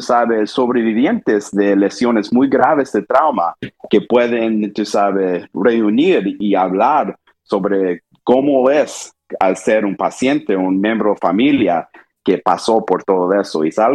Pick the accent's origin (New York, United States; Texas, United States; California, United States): Texas, United States; also born or lived in Nashville / New Haven / Florida; Y crecí en el estado de Texas, afuera de Houston. Pasé, tú sabes, tiempo ahí. Y después, cuando salí de Texas, fui a la universidad en Nashville, en Vanderbilt.